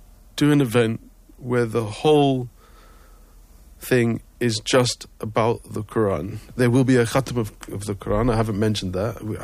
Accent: United Kingdom; moved away as an adult; now in Cape Town, South Africa; I'm from the UK originally.

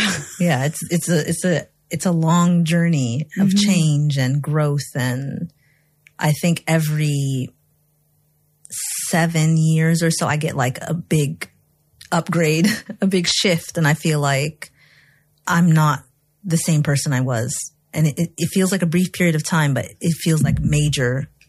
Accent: Egypt; moved away as an adult; Well, I grew up in Egypt.

